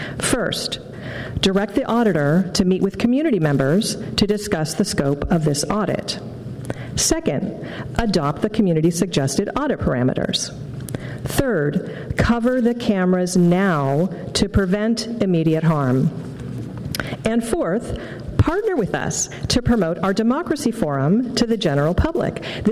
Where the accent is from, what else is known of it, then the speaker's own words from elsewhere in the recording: Palo Alto, California, United States; I grew up in Palo Alto, attending K through 12 here, and my parents still live in the same house where I grew up.